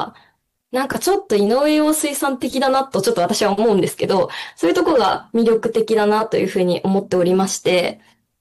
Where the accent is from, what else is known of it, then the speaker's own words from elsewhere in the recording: Hiroshima, Japan; moved away; 地元広島なんですけれども